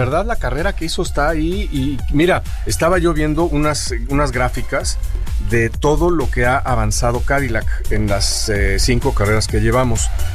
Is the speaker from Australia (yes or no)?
no; Mexico City, Mexico; born there; Yo nací en Coyoacán, ahí, al lado de Cebú.